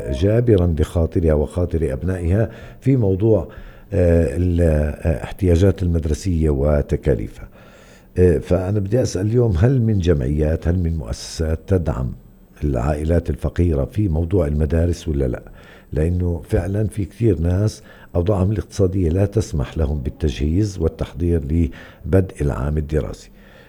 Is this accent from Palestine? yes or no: yes; Palestine; في بلدنا فلسطين، كل فلسطين